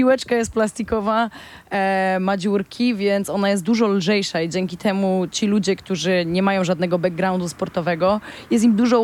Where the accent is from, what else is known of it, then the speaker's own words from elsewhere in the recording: Piotrków Trybunalski, Łódź Voivodeship, Poland; jestem z Piotrkowa Trybunalskiego, z takiego naszego zagłębia tenisowego łódzkiego.